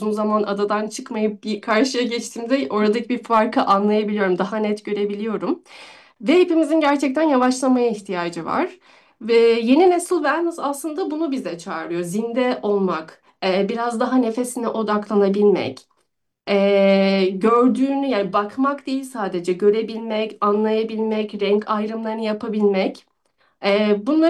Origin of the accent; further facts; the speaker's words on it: Tekirdağ, Turkey; also born or lived in Kars; now in Istanbul, Turkey; Böyle benimki aslında Tekirdağlıyım. Edirne'den Kars'a gibi bir hikayeydi.